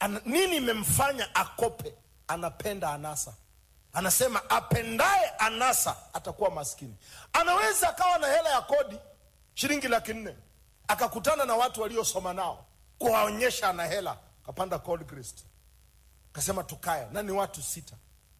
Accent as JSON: {"language": "Swahili", "country": "Tanzania", "said": "nimetoka Tanzania, watajuaje?"}